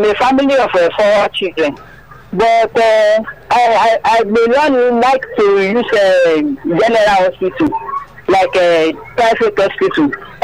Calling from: Lagos, Nigeria; I'm calling from Ishaga side.

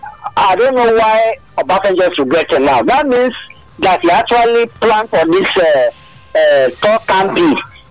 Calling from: Lagos, Nigeria; I'm calling from Abaranjo in Ikotun.

